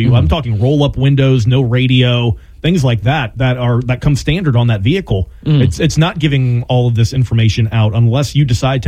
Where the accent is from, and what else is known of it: United States